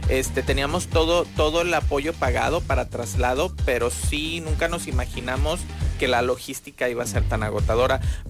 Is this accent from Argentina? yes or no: no; San Vicente, Nayarit, Mexico; Ay, San Vicente Nayarit también, mi pueblo querido.